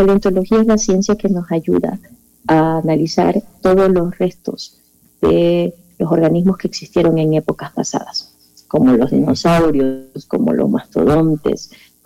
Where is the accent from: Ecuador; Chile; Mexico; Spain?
Ecuador; Nosotros como ecuatorianos